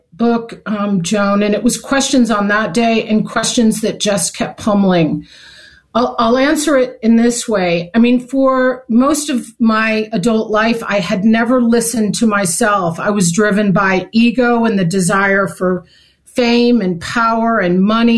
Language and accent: English; Chicago, Illinois, United States; also born or lived in Hinsdale; I'm from Chicago. Parents and grandparents and aunts all lived in Southside. I was born in Hinsdale.